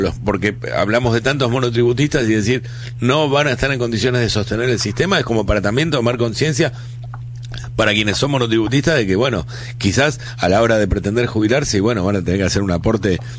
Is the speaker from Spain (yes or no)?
no; Argentina